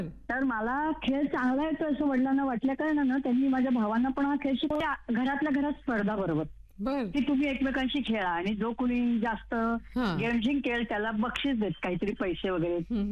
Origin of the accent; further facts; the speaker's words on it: Sangli, Maharashtra, India; मी मूळची सांगलीची बरं का, तर सांगलीमध्ये म्हणजे तसं थोडंसं बुद्धिबळाचं वातावरण पण होतं